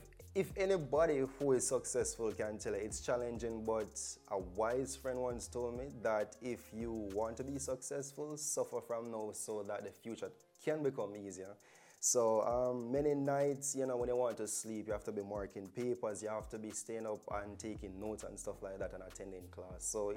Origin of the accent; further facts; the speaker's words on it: Saint Thomas Parish, Jamaica; now in Kingston, Jamaica; All right, so originally I'm from St. Thomas. I moved from St. Thomas to Kingston and I've been in Kingston ever since.